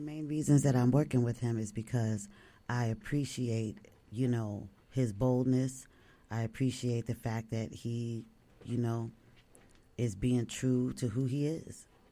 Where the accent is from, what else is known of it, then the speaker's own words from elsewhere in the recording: New York City, New York, United States; I was born here. I mean, not born here, but definitely raised here. I've been here since I was 2 years old.